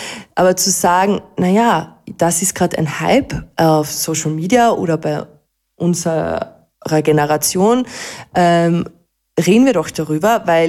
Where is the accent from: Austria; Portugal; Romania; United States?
Austria; Carinthia; wenn man als Kärntner in Kärnten unterwegs ist, ist trotzdem irgendwie so ein Heimatgefühl, das man da mitbringt